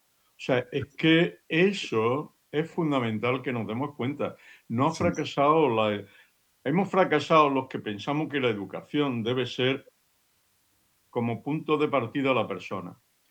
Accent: Spain; España somos los españoles.

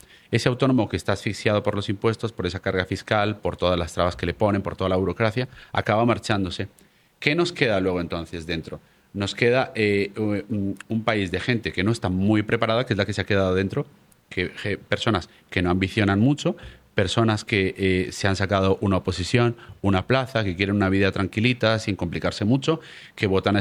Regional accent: Colombia; moved away as an adult; now in Spain

